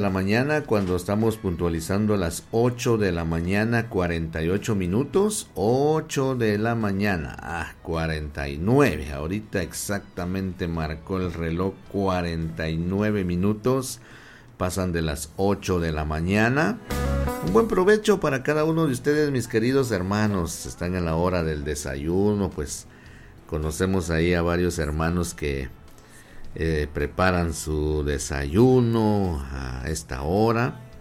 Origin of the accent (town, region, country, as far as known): Guatemala